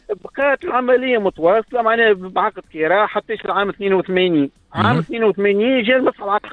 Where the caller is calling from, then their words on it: Mnihla, Ariana Governorate, Tunisia; من المنيهلة.